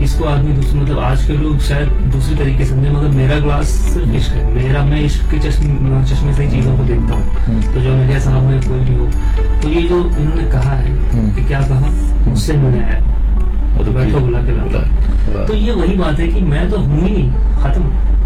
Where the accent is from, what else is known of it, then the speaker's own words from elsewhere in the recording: Lucknow, Uttar Pradesh, India; मैं लखनऊ से हूँ तो थोड़ी अच्छी घर पे उर्दू पे मगर उतनी अच्छी है